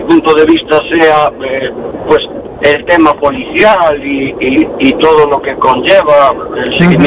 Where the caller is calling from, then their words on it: A Coruña, Galicia, Spain; de La Coruña